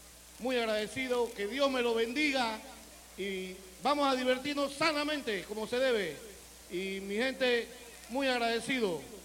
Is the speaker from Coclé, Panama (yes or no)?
no; Los Santos, Panama; now in Las Guabas, Panama; yo no soy de las Guavas, yo soy de Los Santos, pero soy uno más ya en las Guavas.